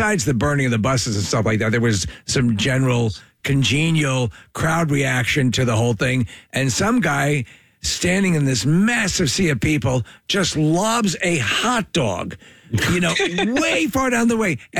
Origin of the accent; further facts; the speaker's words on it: New York, United States; moved away; also born or lived in Massapequa, Long Island; when I was living up in New York, I'm from New York originally, and we were living in Massapequa, Long Island